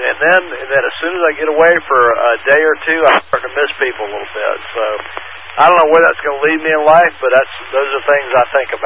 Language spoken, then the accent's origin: English; North Carolina, United States; also born or lived in Charlotte / Raleigh; I grew up in Charlotte and Raleigh, and I've been down the South all my life